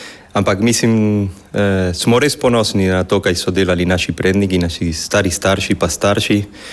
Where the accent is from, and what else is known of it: Argentina